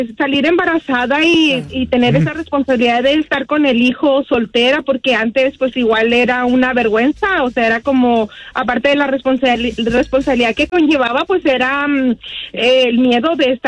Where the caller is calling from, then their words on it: Chihuahua, Mexico; Yo soy de Chihuahua. Chihuahua.